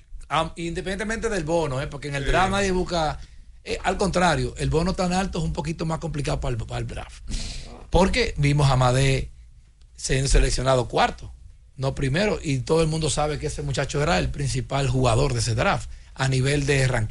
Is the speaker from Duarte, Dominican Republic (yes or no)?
yes; San Francisco de Macorís, Duarte, Dominican Republic; born there; yo nací en San Francisco, en el barrio Santa Ana